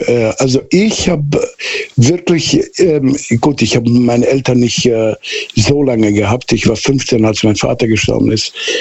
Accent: Southern Germany, Germany; born or raised there

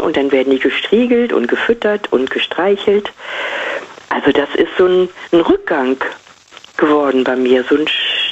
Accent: Vlotho, North Rhine-Westphalia, Germany; Ich bin also praktisch wieder zurückgegangen, so einen Schritt in meine Heimat und habe mich da sau wohl gefühlt. Auch wenn ich die Stadt Floto, da bin ich ab und zu mal reingefahren in die Stadt Floto, wo ich auch meine Jugend verbracht habe

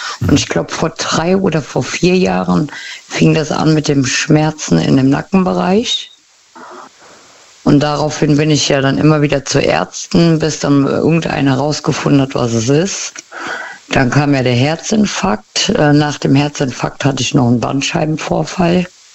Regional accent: Rhineland-Palatinate, Germany; Aus dem Westerwald.

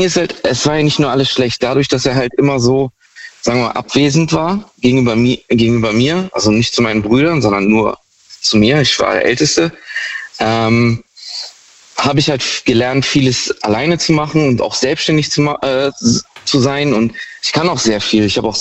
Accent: Baden-Württemberg, Germany; Ich komme aus der Ecke Heidelberg.

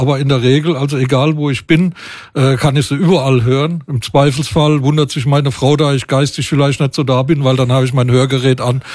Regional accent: Frankenthal, Rhineland-Palatinate, Germany; born there; now in Bergisch Gladbach, Germany; weil ich wohne ja geboren in Frankenthal, aber wohne jetzt in Bergisch Gladbach.

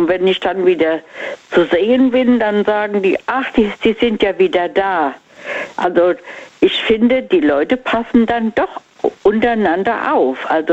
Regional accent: Mainz, Rhineland-Palatinate, Germany; Von Mainz.

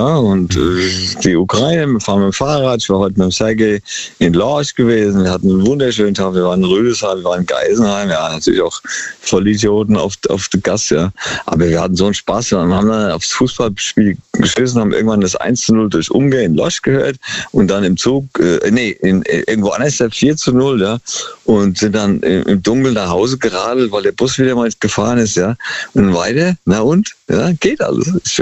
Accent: Palaikastro, Crete, Greece; Und dann am 5. von Athen übersieht nach auf Kreta, meine Heimat eigentlich, Palle Castro.

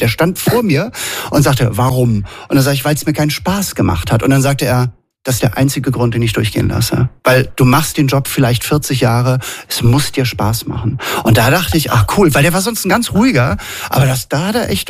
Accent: Hamburg, Germany; now in Berlin, Germany; Ja, geboren und aufgewachsen in Hamburg. Mittlerweile seit 23 Jahren lebe ich in meiner Wahlheimat Berlin.

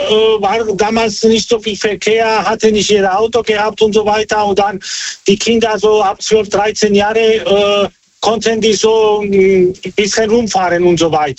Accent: Georgia; German is a second language; Ich komme aus Georgien.

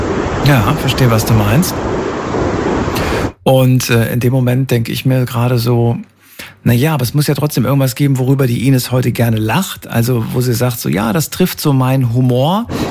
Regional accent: Frankfurt, Hesse, Germany; Ah, aus meinem Hometown, cool.

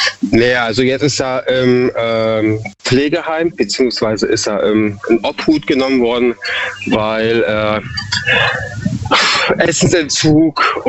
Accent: Freiburg, Baden-Württemberg, Germany; Ich bin aus Freiburg.

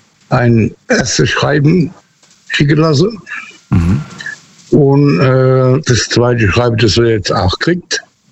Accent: Hesse, Germany; Ich bin eigentlich aus der Nähe von Biblis.

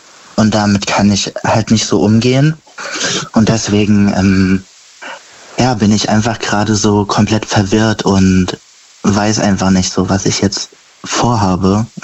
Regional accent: Kaiserslautern, Rhineland-Palatinate, Germany; Ich komme aus der Pfalz, Kaiserslautern.

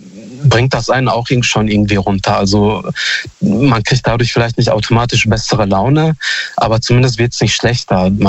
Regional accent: Hamm, North Rhine-Westphalia, Germany; ich komme aus Hamm.

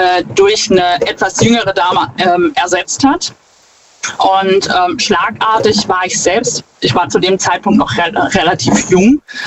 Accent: Schwetzingen, Baden-Württemberg, Germany; Ich bin aus Schwetzing.

